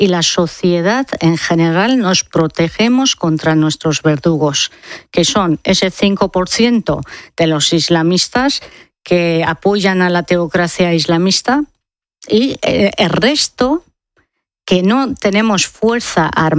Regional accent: Iran; now in Spain; Totalmente. … totalmente. Afortunadamente, tan iraní como española, tan española como iraní.

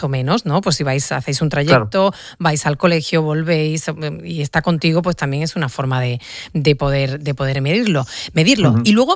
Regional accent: Seville, Andalusia, Spain; estos días los sevillanos tenemos la oportunidad de conocer su faceta de creador

